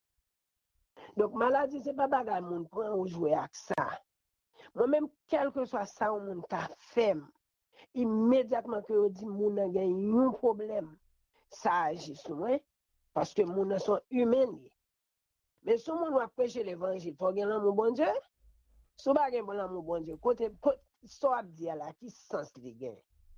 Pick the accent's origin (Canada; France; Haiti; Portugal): Haiti; Donc, moi-même, je voulais nous être ensemble en tant qu'Haïtien